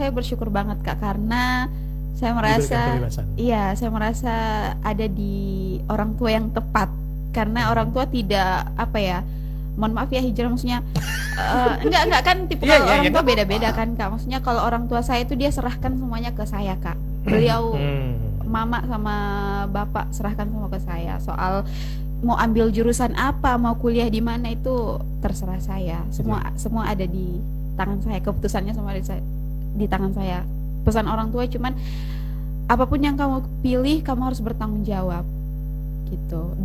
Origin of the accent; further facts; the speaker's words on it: Jeneponto, South Sulawesi, Indonesia; Kalau kan saya ini dari Jepot ya, Kak, Jeneponto